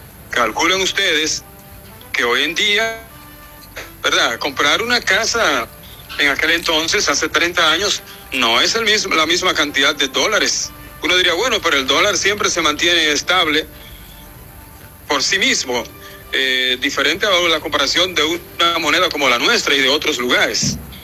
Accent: San Pedro de Macorís, Dominican Republic; now in Puerto Rico; de mi país, de mi pueblo, San Pedro de Macorís

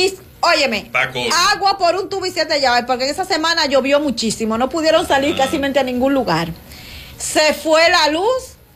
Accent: Dominican Republic; soy dominicana

